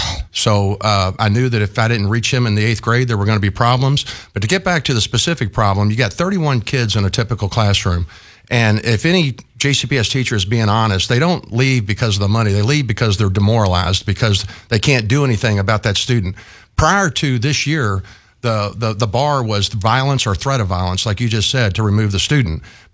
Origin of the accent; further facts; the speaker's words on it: Louisville, Kentucky, United States; I grew up in the Highlands. I did go to St. Xavier High School.